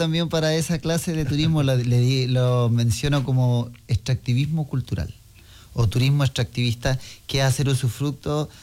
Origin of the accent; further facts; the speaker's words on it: Puerto Ibáñez, Aysén, Chile; soy nacido y criado hoy en Ibáñez, en el sector El Claro, nos conocemos todos. La gran mayoría somos familia o estamos vinculados